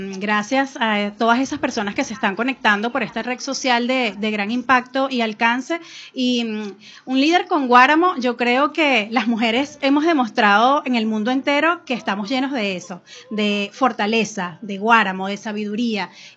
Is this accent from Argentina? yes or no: no; Venezuela; no solo como venezolanos, sino como mundo debemos darnos cuenta que somos efímeros en tiempo y espacio